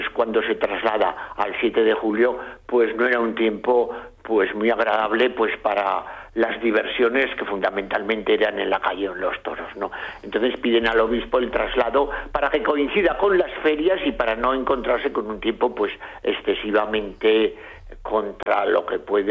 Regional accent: Fitero, Navarre, Spain; en mi pueblo, en el balneario de Fitero

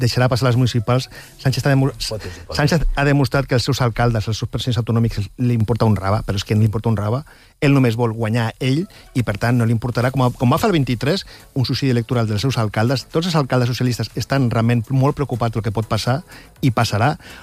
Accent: L'Hospitalet de Llobregat, Catalonia, Spain; Hi ha gent com jo que venim d'Hospitalet

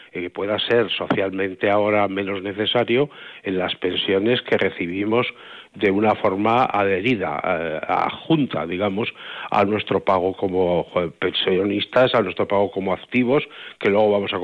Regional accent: Burgos, Castile and León, Spain; Yo soy de Burgos, recuerdo aquello que contaban del Cid

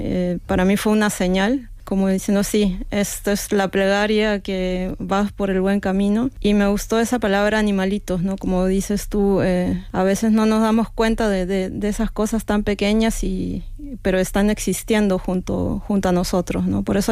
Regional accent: Lima, Peru; now in Norway; porque vengo de una ciudad, yo soy de Lima, una ciudad donde los animales están abandonados, están maltratados o son las mascotas, ¿no?

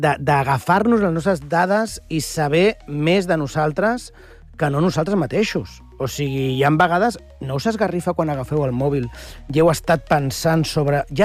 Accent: Catalonia, Spain; els catalans sí tenim sentit de l'humor

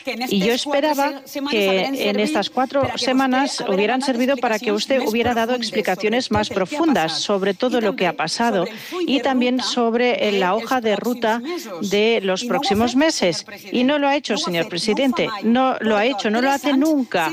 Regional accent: Valencian Community, Spain; Y soy valenciana también y tengo clarísimo que el Partido Popular es la pura imagen de la hipocresía.

